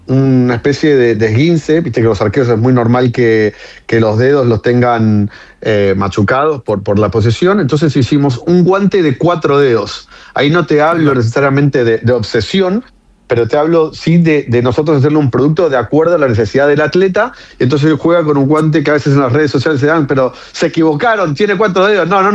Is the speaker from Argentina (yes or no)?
yes; Argentina; obviamente como argentino el cariño que le tengo